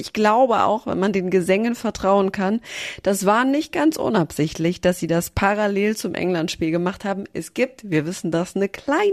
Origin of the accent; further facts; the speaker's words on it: Germany; wo kommst du denn her? Und dann habe ich gesagt, Deutschland.